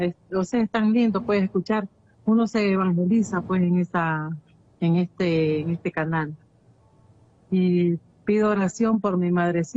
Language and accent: Spanish; Sébaco, Matagalpa, Nicaragua; Sí, soy de Sébaco, departamento de Matagalpa.